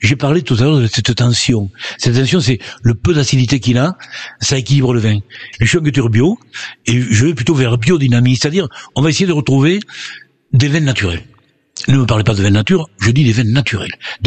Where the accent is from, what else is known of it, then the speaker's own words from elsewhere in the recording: Marcillac, Occitanie, France; Chez nous, à Marsillac, pour une raison unique, c'est que nous n'avons qu'un cépage.